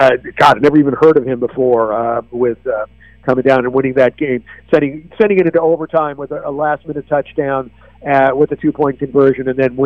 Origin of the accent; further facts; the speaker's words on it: California, United States; As a Niner fan, beating the Rams, and also as a Californian